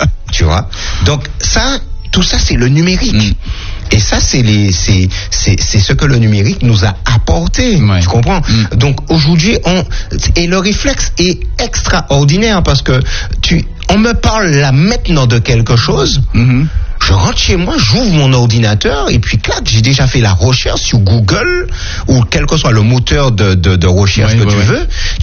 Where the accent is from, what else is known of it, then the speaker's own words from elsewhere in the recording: Martinique; Eh bien, nous sommes chez nous en Martinique, et puis nous sommes capables de commander en Chine